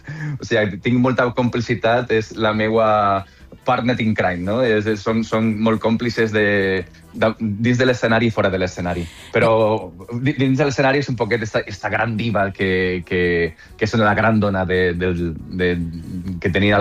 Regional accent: Alicante, Valencian Community, Spain; jo soc alacantí.

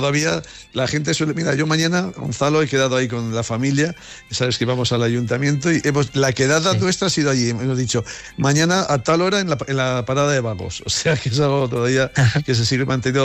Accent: Haro, La Rioja, Spain; moved away; el sentir a Aro como, insisto, como nuestro pueblo, porque, bueno, pues así nos hemos criado

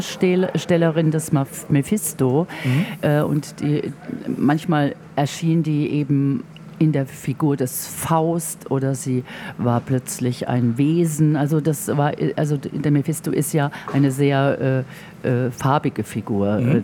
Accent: Mannheim, Baden-Württemberg, Germany; accent: Kurpfälzisch; moved away; Ich habe das dann ins Pfälzische übersetzt, soll in Mundart, also ins Kurpfälzische, ich komme ja aus Mannheim.

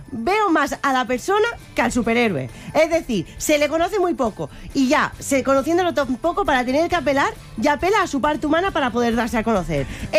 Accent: Region of Murcia, Spain; es que en verdad no había visto ese superpoder porque como murciana...

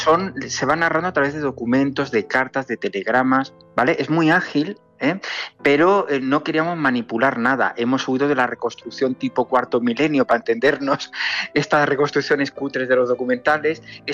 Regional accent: Andalusia, Spain; Yo también soy andaluz, pero no tengo acento hablando.

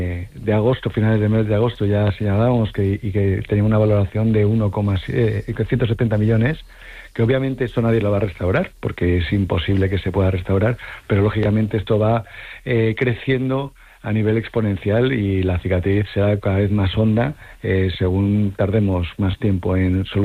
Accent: Community of Madrid, Spain; yo soy madrileño, yo conocí Ceuta cuando en el año 2001 y me quedé profundamente enamorado

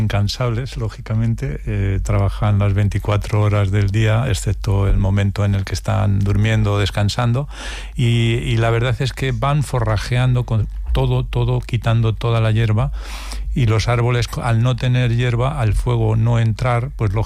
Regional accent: Porzuna, Castilla-La Mancha, Spain; A los 8 años tuve mi primer contacto en mi pueblo. Yo soy de Ciudad Real, de Porzuna.

